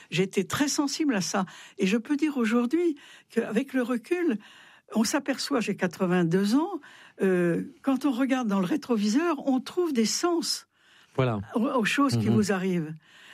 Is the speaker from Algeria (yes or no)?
no; France; je suis une Française, je m'appelle